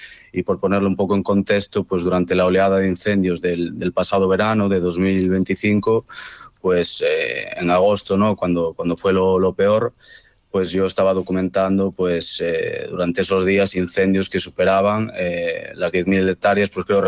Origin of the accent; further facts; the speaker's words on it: Ourense, Galicia, Spain; desde que yo me inicio como fotoperiodista en mi tierra, en Ourense, en Galicia.